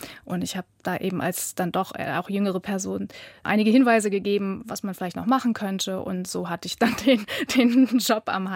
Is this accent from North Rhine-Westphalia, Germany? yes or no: no; Hanover, Lower Saxony, Germany; born there; Ich bin gebürtige Hannoveranerin. Ich bin auch begeisterte Hannoveranerin, also eine Lokalpatriotin durchaus.